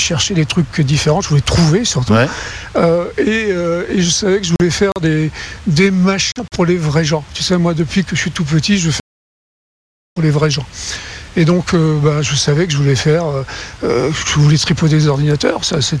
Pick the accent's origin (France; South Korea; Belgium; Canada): France; accent: French; French is a second language; now in United States; Donc j'ai gardé un accent très français aujourd'hui, mais... mais bon, ça va mieux. Et donc, j'ai appris à parler anglais.